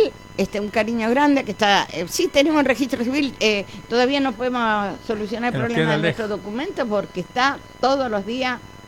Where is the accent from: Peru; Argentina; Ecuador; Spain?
Argentina; Quilmes, Buenos Aires Province; Yo soy de Quilmes